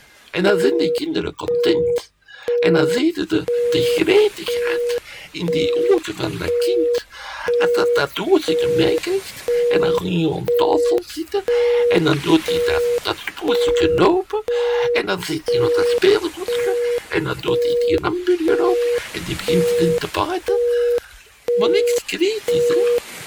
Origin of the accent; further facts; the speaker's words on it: Belgium; Alleen, als Belg moet er maar geen slechte frietjes serveren.